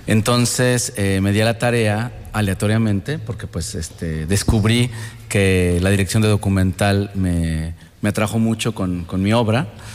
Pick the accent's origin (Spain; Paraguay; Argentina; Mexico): Mexico; yo empecé a estudiar guitarra clásica en mi país y pues toqué piezas de Gaspar Sanz. Es una tradición mundial. Al igual que la guitarra en México también tiene una importancia a nivel mundial. Tenemos a Manuel M. Ponce